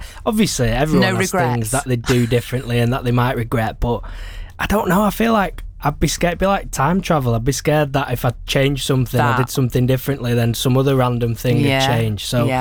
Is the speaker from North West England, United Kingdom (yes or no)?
yes; Manchester, North West England, United Kingdom; from Manchester, as you say. 28. Love travelling.